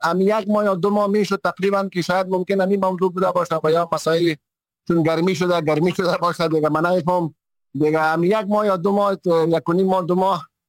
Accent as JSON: {"language": "Persian", "country": "Afghanistan", "said": "اگر دوباره به افغانستان هم برگردن، درست است که وطنشان است، وطن ما است، وطن مادر است"}